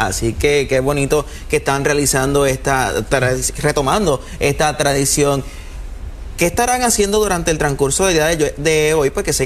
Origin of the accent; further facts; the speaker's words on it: Guayama, Puerto Rico; mi pueblo de Guayama.